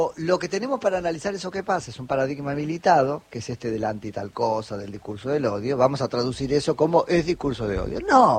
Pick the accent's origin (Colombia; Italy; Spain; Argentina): Argentina; Por ahí estoy siendo argentino en la manera de analizarlo.